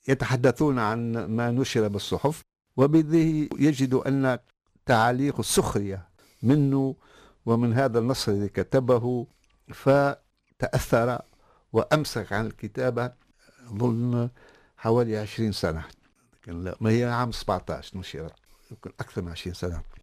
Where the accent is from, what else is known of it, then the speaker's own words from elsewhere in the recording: Nefta, Tozeur Governorate, Tunisia; born there; هو البشير خريف له علاقة متينة بنفطة مسقط رأسي،